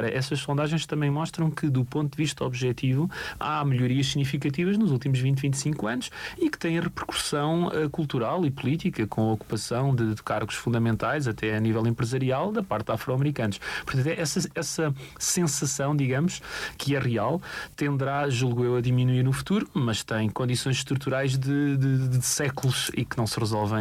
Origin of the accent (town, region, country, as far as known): Portugal